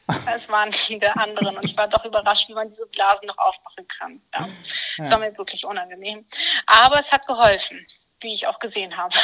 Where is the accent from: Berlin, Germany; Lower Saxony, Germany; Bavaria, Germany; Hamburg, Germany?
Lower Saxony, Germany; Oldenburg; Was ich durchaus als Oldenburger sagen kann, dass es eigentlich mit zu Oldenburg gehört, weil es auch die gleiche Vorwahl hat.